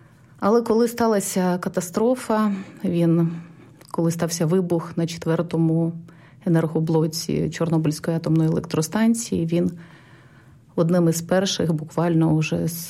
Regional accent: Pripyat, Kyiv Oblast, Ukraine; Але ми, прип'ятчани, а наша сім'я із Прип'яті, із так званих чорнобильців, батько наш був ліквідатором, наша сім'я жила у Прип'яті.

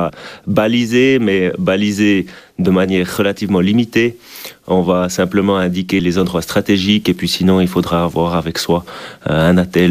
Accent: Bern, Switzerland; Alors mon frère et moi, on vient du plateau de Diès. C'est une région qui a toujours vécu ou du côté Neuchâtel ou du côté bernois. On est un peu la séparation entre les deux cantons.

